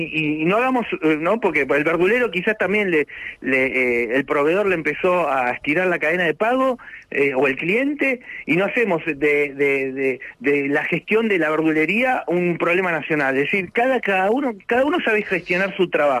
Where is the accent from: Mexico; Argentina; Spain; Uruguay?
Argentina